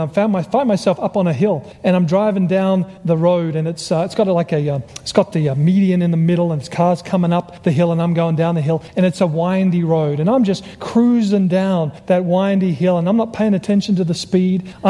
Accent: Australia; now in United States; He heard my accent. I was from Australia.

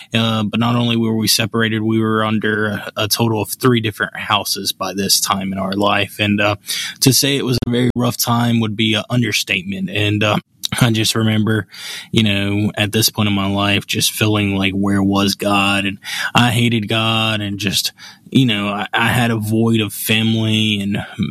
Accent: Birmingham, Alabama, United States; so I grew up in West End in Birmingham, and if you know anything about that area, it was a place, it's a place that's not very safe, crime rates high, and just a dangerous area

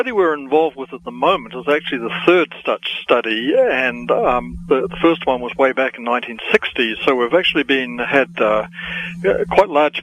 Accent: New Zealand; moved away as an adult; now in United States; I grew up in New Zealand, and I count myself fortunate that my parents had actually become Christians, Seventh-day Adventist Christians, prior to my birth, not too long before.

